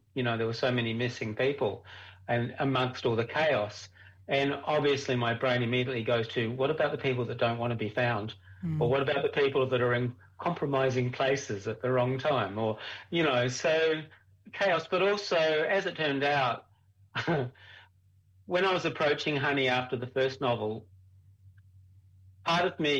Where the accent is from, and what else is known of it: Adelaide, South Australia, Australia; moved away as an adult; now in New Zealand